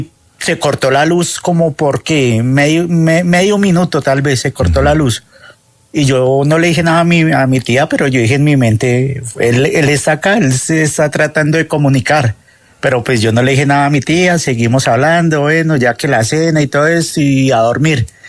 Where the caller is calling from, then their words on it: Bogotá, Colombia; Acá de Bogotá, de Olaya.